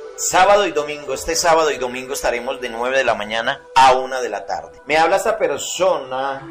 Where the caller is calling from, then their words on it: Quimbaya, Quindío, Colombia; Profesor maestro de la perfumería Quanon, soy de aquí, de Quimbaya.